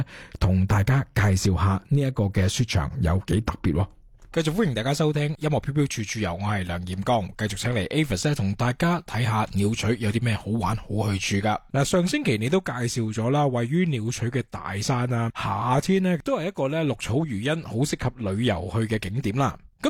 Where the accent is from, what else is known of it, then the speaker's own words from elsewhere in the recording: Australia; 我哋澳洲人咧就越嚟越咧具有呢个国际嘅视野啊。